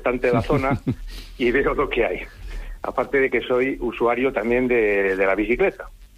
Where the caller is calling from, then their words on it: Valladolid, Castile and León, Spain; yo soy un vecino de la zona sur, vivo en El Peral.